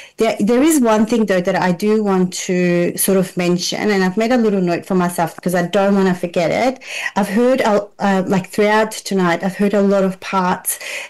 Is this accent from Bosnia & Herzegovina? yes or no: yes; Zvornik, Republika Srpska, Bosnia & Herzegovina; I'm from Zvornik, which is like a tiny little town near Srebrenica.